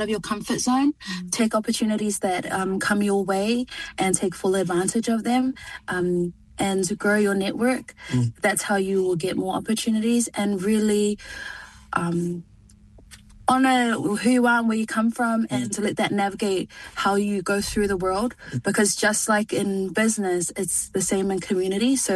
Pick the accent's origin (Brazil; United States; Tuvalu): Tuvalu; I have Samoan, Tuvaluan, and Tuvaluan heritage, but in Tuvalu, I come from Nukuheta.